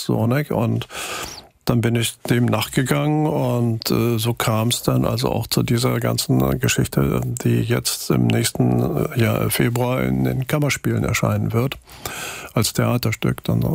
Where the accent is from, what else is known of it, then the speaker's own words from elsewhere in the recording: Hanover, Lower Saxony, Germany; Also ich bin in Hannover aufgewachsen, aber in den Ferien war ich immer auf dem Land.